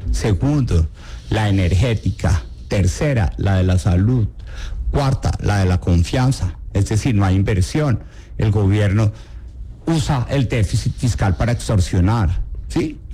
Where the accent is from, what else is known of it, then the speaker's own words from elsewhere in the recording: Colombia; como colombianos siempre hemos sido capaces de, en la incomodidad, construir algo que nos haga salir adelante.